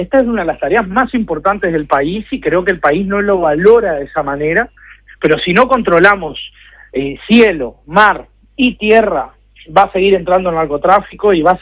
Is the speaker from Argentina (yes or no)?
no; Tacuarembó, Uruguay; Yo soy de Tacuarembó, vivo cerca de la frontera con el Brasil, a 100 kilómetros